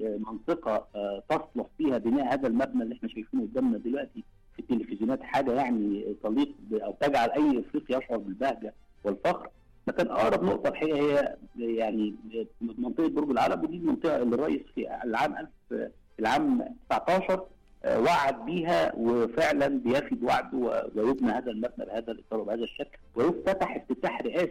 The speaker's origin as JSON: {"language": "Arabic", "country": "Egypt", "said": "أنا كمصري"}